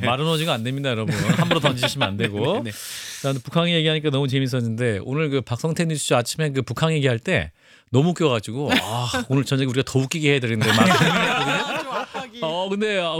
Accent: Daegu, South Korea; 고향은 대구예요.

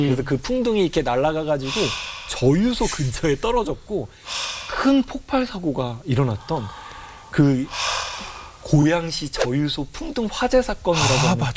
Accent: South Korea; 저도 이제 한국인이지만

